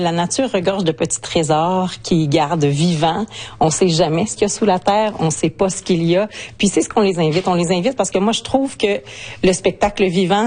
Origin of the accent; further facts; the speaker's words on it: Ontario, Canada; Puis moi j'ai grandi en Ontario francophone, donc je connais l'importance de vivre dans ma langue quand on est loin